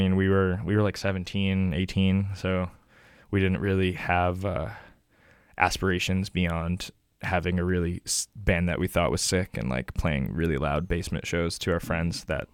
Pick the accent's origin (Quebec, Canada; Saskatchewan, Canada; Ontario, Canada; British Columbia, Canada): British Columbia, Canada; Victoria; we were just growing up in Vic and going to shows and playing in bands, and most of them were just house shows at the time in Victoria.